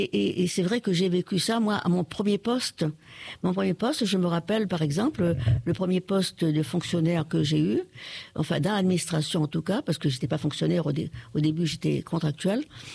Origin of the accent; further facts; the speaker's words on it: Réunion; je suis née française et j'aimerais bien mourir française. Voilà. Je suis réunionnaise et je ne le renie pas. Je suis. Voilà, mes ancêtres sont venus d'ailleurs, comme tous les habitants de la Réunion